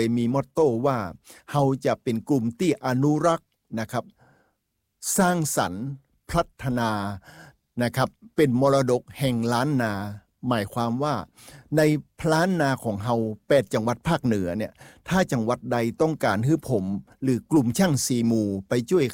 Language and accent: Thai; Lamphun, Thailand; now in Chiang Mai, Thailand; ผมในฐานะเป็นคนจังหวัดลำปูนนะครับได้ไปอยู่จังหวัดเชียงใหม่เรียนจากเชียงใหม่อยู่เชียงใหม่แล้วก็ประกอบอาชีพในจังหวัดเชียงใหม่